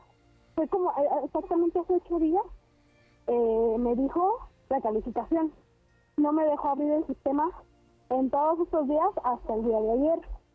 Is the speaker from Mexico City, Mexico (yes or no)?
no; Guerrero, Mexico; Somos de Guerrero y ella está ahorita allá.